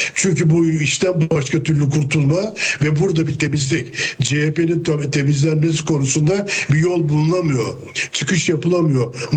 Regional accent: Manisa, Turkey; ben Manisalıyım ve Manisa'daki bütün gelişmeleri çok yakından takip ediyorum.

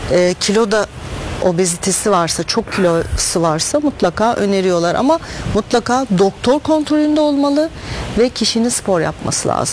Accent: Istanbul, Turkey; born there; ben İstanbul doğumluyum ama o ele gelenekler, görenekler İstanbul'da da devam ediyor.

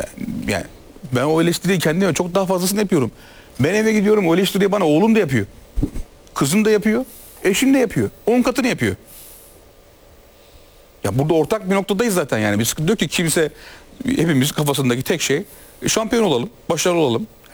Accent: Trabzon, Turkey; Ben Trabzon doğumluyum yani.

